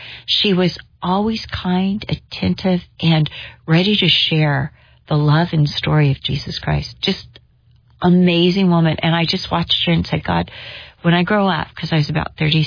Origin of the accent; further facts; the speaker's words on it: United States; moved away as an adult; also born or lived in England; I'm an American